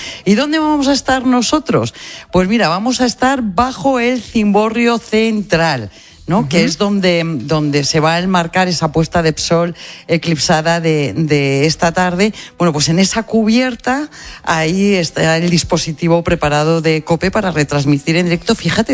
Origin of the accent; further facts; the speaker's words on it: Burgos, Castile and León, Spain; Estoy en Lerma, que es pueblo mío de adopción, ya sabes que yo soy de Burgos